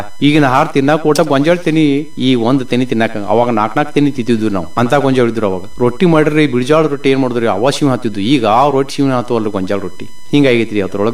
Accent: Karnataka, India; ನಮ್ಮ ಊರ ತಪ್ಸಿಕೆ ಮುಣಕುಲ್ರಿ, ಗೋಕಾಕ್ ತಾಲೂಕ ಹಳ್ರಿ ಅರವಾ ವಿಭಾಗ. ನಮ್ದು ನಮ್ಮ ತಾಯಿ ಊರ ಪಟ್ಟುಕುಂದ್ರಿ. ನಾವು ವಿದ್ಯಾ ಕಲಿತದ್ದು ನಮ್ಮ ತಾಯಿ ಊರಾಗ, ಈಗ ನಾವು ಇರುದು ನಮ್ಮ ತಂದೆ ಊರಾಗ.

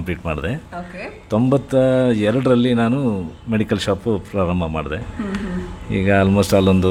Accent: Shivamogga, Karnataka, India; Actually ತಂದೆ ತಾಯಿ ಊರೆಲ್ಲ ಸೌತ್ ಕೇಂದ್ರ, ಉಡುಪಿ. ಬಟ್ ನಾವೆಲ್ಲ ಹುಟ್ಟಿ ಬೆಳೆದಿದ್ದೆಲ್ಲ ಶಿವಮೊಗ್ಗನೇ.

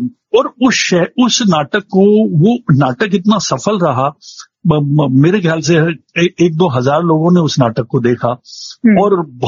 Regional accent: Rajasthan, India; now in Jaipur, India; मैं जयपुर में आया था 1987 में, काफी बरस हो गए, अब तो कोई पूछता भी है कि कहाँ के रहने वाले हो तो मुंह से निकलता है जयपुर का रहने वाला हूँ

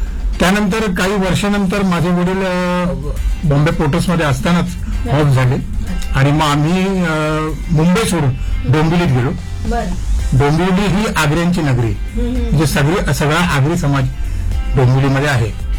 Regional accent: Mumbai, Maharashtra, India; मी आधी मुंबईत राहायचो. वरळी कोळीवाडा हे माझं गाव, आणि कोळीवाडा म्हटलं की संपूर्ण कोळ्यांचं गाव येते.

